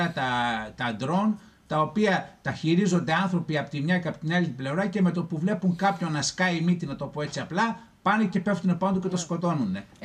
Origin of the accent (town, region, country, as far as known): Greece